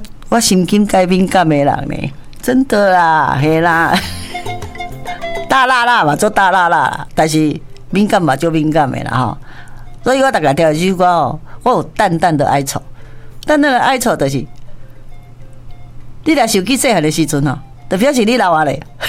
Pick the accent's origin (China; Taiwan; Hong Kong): Taiwan; Kaohsiung; 我们高雄人